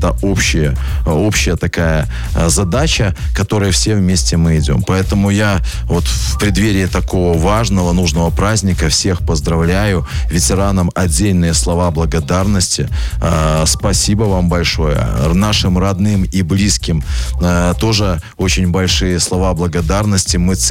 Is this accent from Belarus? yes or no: yes; Belarus